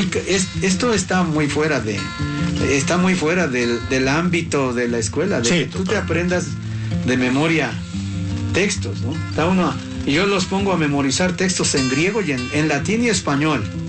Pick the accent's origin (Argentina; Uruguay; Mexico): Mexico; Tlachichuca, Puebla; moved away as an adult; yo salí de 17, de 18 años del pueblo